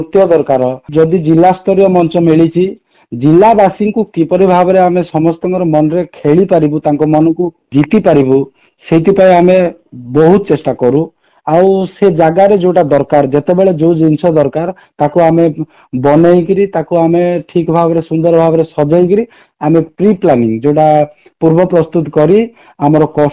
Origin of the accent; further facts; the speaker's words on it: Nabarangpur, Odisha, India; ମୁଁ ଯେହେତୁ ମୋର ଜନ୍ମ ନବରଙ୍ଗପୁର ମାଟିରେ, ମୋର ପାଳି ବଢିକିରି ବଡ଼ ହେଇଛି, ନବରଙ୍ଗପୁର ମାଟିରେ ଖେଳିଛି